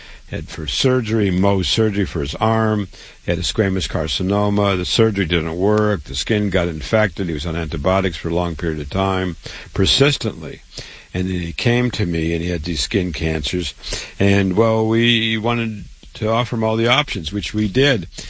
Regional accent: Waterloo, Iowa, United States; So I was born in Waterloo, Iowa. … I went to public school there, university, MD, real medical doctor at age 25

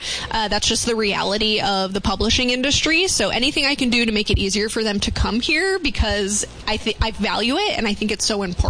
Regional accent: Yuma, Arizona, United States; And I'm from Yuma. I'm a nerd. I'm a reader.

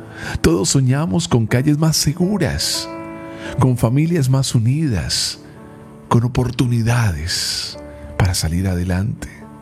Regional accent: Colombia

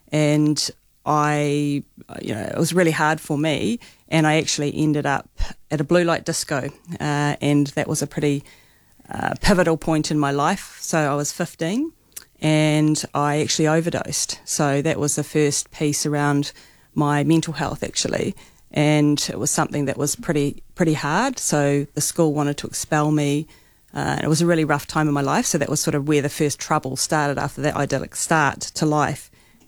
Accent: Browns Bay, Auckland, New Zealand; So I moved down to Browns Bay. So I grew up in Browns Bay. So finished my schooling there.

